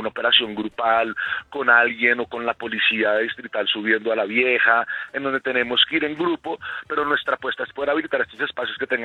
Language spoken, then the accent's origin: Spanish; Bogotá, Colombia